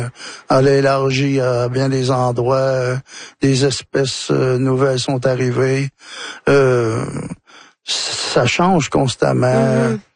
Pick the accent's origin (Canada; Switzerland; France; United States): Canada; Wôlinak, Quebec; Chez nous, à Wolinak, la langue avait été éteinte.